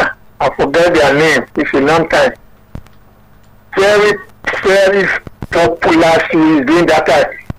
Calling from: Abuja, Federal Capital Territory, Nigeria; From Abuja.

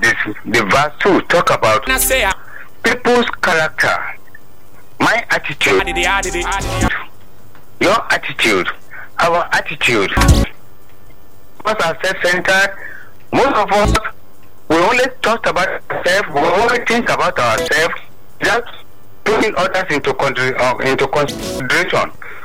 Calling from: Sango, Nigeria; I'm calling from Sango.

